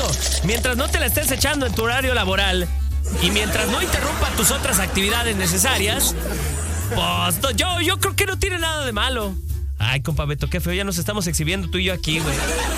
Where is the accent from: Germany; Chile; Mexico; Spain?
Mexico